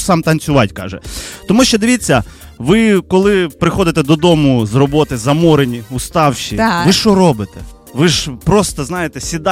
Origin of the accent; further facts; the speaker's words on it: Huliaipole, Zaporizhzhia Oblast, Ukraine; now in Kyiv, Ukraine; з Гуляйполя, з мальовничого села Приютна. Там народився, там виріс, там виросли мої батьки, мої діди, прадіди, всі виросли там, і тепер я в Києві, як бачите.